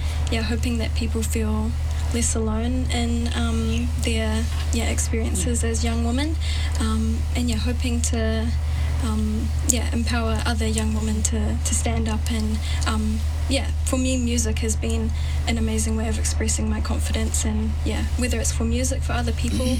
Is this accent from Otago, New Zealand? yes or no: no; Hamilton, Waikato, New Zealand; 21, and born and raised in Hamilton Kirikiriroa.